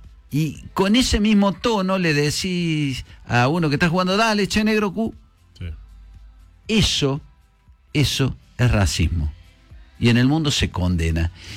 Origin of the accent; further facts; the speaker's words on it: Argentina; esta soberbia argentina, porque somos soberbios